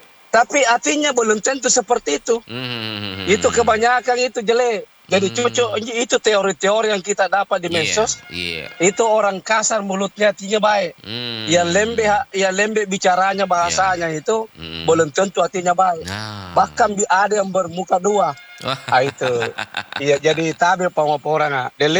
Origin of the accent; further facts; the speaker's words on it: South Sulawesi, Indonesia; Tapi selebihnya itu lebih banyak yang katakan bahwa adanya sirik napace sebagai budaya kita Bugis Makassar, itu bisa menyelamatkan kita.